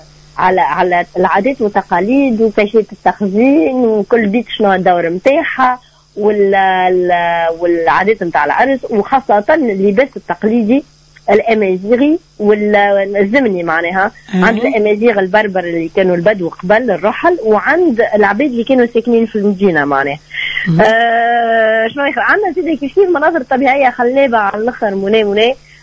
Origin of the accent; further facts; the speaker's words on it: Tunisia; المدن اللي عندنا في تونس.